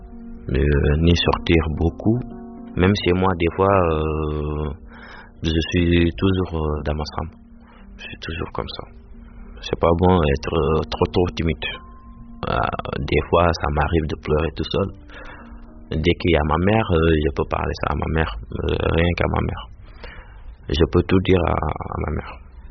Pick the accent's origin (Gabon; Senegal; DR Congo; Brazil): Senegal; Dakar; now in Drancy, France; je suis du Sénégal, précisément à Dakar, capitale. Du coup, je suis en France depuis 2021. J'habite à Drancy.